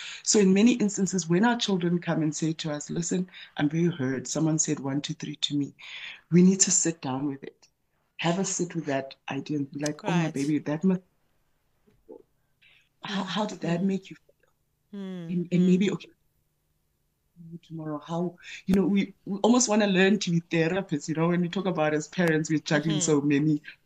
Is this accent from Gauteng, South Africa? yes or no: no; Eastern Cape, South Africa; also born or lived in North West; You know, I grew up in Eastern Cape, and then I then moved into your Northwest areas in terms of just as a young person.